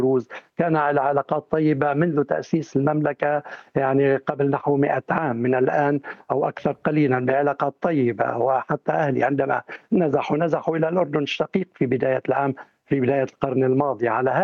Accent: Suwayda, As-Suwayda Governorate, Syria; وأنا من أهالي السويداء

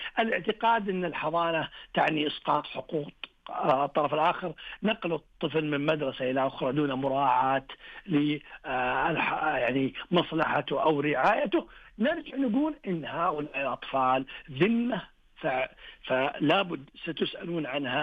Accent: Saudi Arabia; وعندنا في المملكة العربية السعودية

